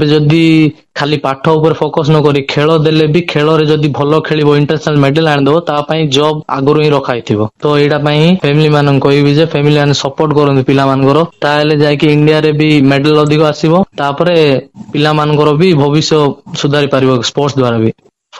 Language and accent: Odia; Odisha, India; ଓଡ଼ିଶାରୁ ମୁଁ ଜଣେଇ ଯାଇଥିଲି, ଆଉ ସେଇଟା ଥିଲା U21 ଥିଲା, ତ ସେତେବେଳେ ମୁଁ ଓଡ଼ିଶାରୁ ଜଣେ ଯାଇଥିଲି